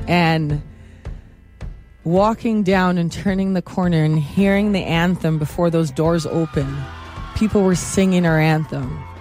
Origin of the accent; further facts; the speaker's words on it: Dominica; now in Canada; I grew up in the Caribbean, in a small island called Dominica, and I moved to Canada